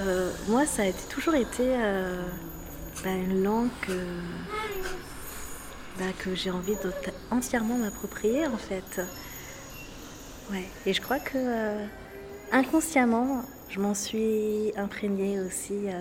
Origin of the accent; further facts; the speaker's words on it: Montreuil, Île-de-France, France; born there; Je suis née ici, à Montreuil, et mes deux parents sont mauriciens.